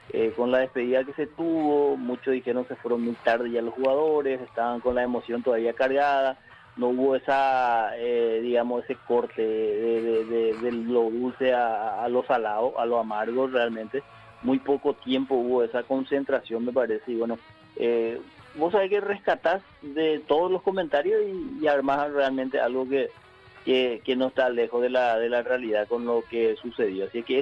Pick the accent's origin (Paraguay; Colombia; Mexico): Paraguay; muchos de los que hoy somos paraguayos.